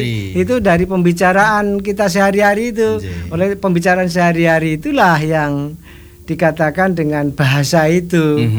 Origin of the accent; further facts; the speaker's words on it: Java, Indonesia; Kita asal kita dari Jawa